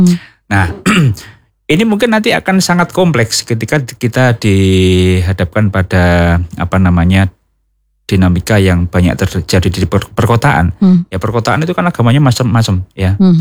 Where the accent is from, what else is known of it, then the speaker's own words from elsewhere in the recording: Rembang, Central Java, Indonesia; tapi saya orang Rembang